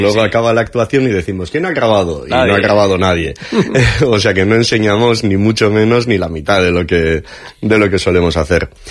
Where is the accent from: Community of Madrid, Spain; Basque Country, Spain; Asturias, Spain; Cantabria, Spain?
Basque Country, Spain; Eibar; Tenemos la mayoría de los miembros de … somos de Eibar, pero no todos.